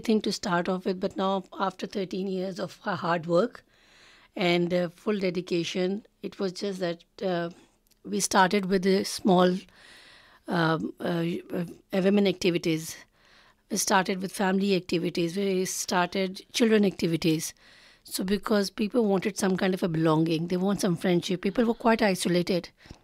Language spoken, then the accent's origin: English; Lahore, Punjab, Pakistan; moved away as an adult; now in Victoria, Australia; I came from Lahore in Pakistan. It is one of the biggest cities in Pakistan, and people who know the geography of that area, that is quite a developed place.